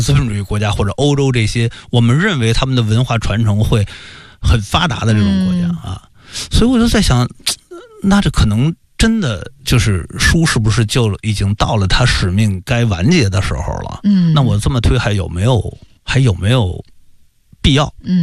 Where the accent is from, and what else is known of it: China